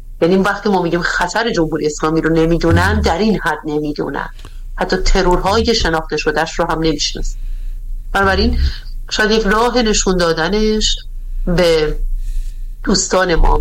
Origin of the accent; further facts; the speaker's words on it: Iran; من به شخصه به عنوان یک ایرانی طبیعتاً و به عنوان یک جامعه شناس